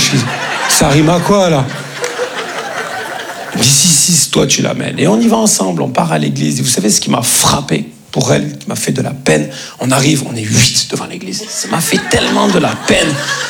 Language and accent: French; Grand Est, France; Comme on dit chez nous, en Lorraine.